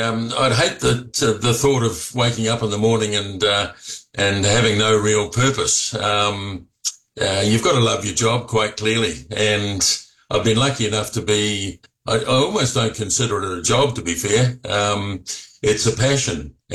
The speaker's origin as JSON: {"language": "English", "country": "New Zealand", "tie": "born or raised there", "said": "even though I'm a Kiwi, right. I'm brought up in New Zealand and obviously support the All Blacks."}